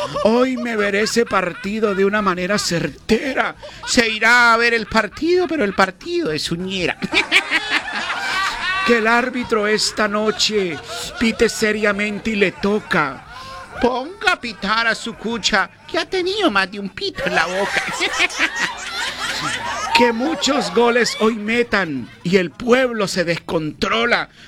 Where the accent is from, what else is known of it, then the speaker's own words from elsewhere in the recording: Venezuela; bacano, está burda lo caterúo, como decimos en Venezuela, mi querida diva de diva. Y yo por aquí, bueno, yo no soy colombiano, pero yo tengo raíces colombianas